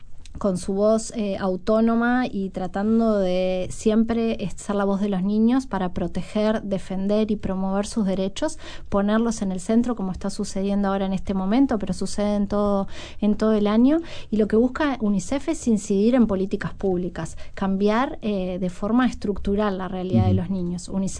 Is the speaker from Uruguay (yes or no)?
yes; Uruguay